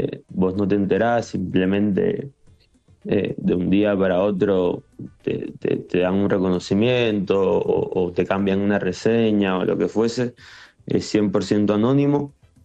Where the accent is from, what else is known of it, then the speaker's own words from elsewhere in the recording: Colombia; lo que más está de Colombia o lo que más está de donde vengo yo es sin duda el uso de las frutas.